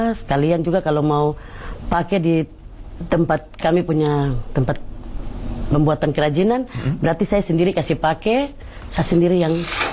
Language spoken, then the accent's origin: Indonesian; Papua, Indonesia; kami orang Papua.